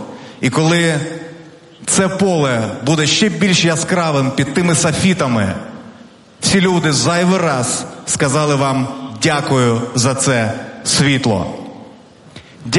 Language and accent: Ukrainian; Donetsk Oblast, Ukraine; moved away; ми з вами земляки, я теж з Донеччини